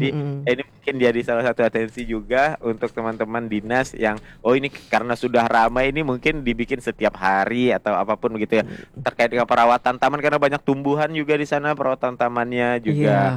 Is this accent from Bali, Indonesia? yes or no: no; Sambas, West Kalimantan, Indonesia; saya sebagai orang Sambas